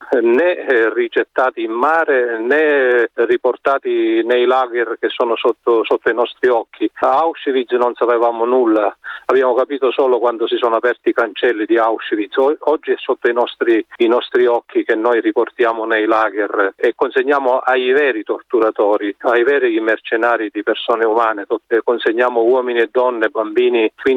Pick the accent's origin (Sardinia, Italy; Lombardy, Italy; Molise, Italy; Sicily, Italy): Sicily, Italy; Ispica; born there; now in Palermo, Italy; Io che sono nato ad Istica, vicino a Pozzallo